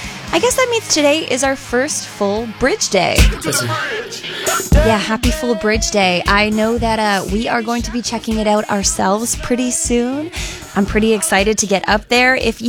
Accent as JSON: {"language": "English", "country": "Canada", "said": "We are Canadian"}